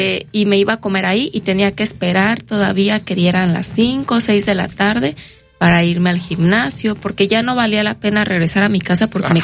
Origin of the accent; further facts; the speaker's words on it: Veracruz, Mexico; soy de Veracruz